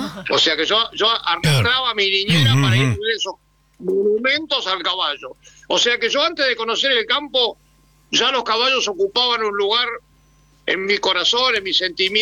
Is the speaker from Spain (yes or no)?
no; General Belgrano, Buenos Aires Province, Argentina; General Belgrano de la provincia de Buenos Aires.